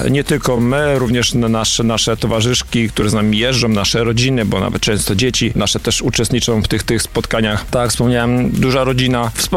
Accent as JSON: {"language": "Polish", "town": "Słupca", "region": "Greater Poland Voivodeship", "country": "Poland", "said": "Flaga Słupcy i barwy Słupcy i to, że jesteśmy ze Słupcy i z powiatu słupackiego, choć nie tylko, bo są motocykliści wśród nas, również z innych powiatów."}